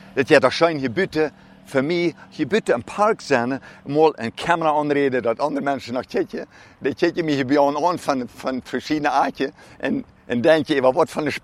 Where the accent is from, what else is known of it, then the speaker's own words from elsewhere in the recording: Germany; accent: Low German; Ich rede gute Plattdeutsch.